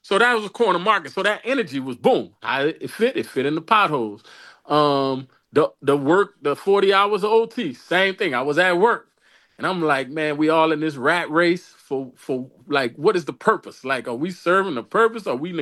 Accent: New Orleans, Louisiana, United States; growing up in New Orleans

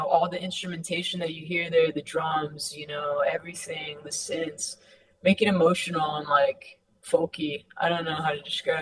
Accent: United States; I'm from Highland Park, and like you frequent these shops as a kid that are still there, even though it's like gentrified.

